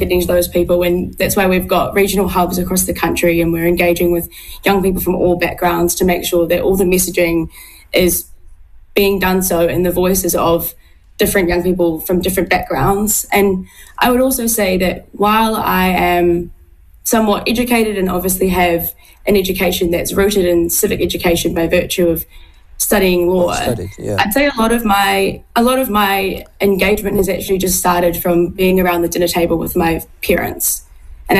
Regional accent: Tauranga, Bay of Plenty, New Zealand; now in Wellington, New Zealand; I'm from Tauranga, and so I know Tom Rutherford personally from school days

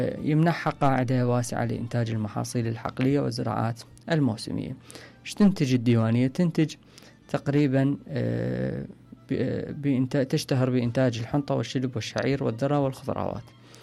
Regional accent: Iraq

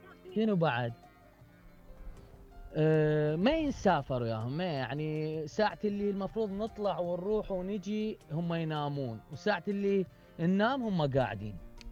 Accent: Iraq; now in Canada; انا عراقي اصلي.

